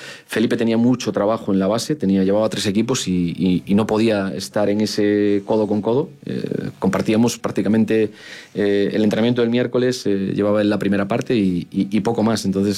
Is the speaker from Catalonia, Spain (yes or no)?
no; Galicia, Spain; moved away as an adult; now in Zamora, Spain; yo soy gallego y la morriña, evidentemente, no soy joven, tengo 50 años, y esto era un poquito pues una prueba, el decir hasta dónde podemos llegar, y el segundo año sí que ha sido complejo estar lejos de mi Galicia, de mi familia, de los míos